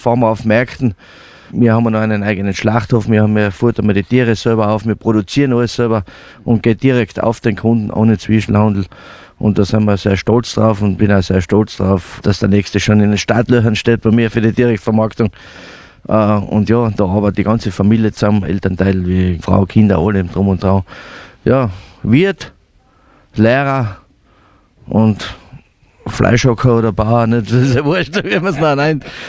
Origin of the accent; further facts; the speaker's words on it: St. Peter am Kammersberg, Styria, Austria; Wir sind aus dem schönen Bezirk Mura, genau gesagt aus St. Peter am Kammersberg. Das grünste Herz von der Steiermark, St. Peter am Kammersberg, am Fuße des Kreimes. Der Kreim ist weit unbekannt. Da sind wir her. Ja, schöne Gegend, schöne Leute, kulinarisch gut aufgestellt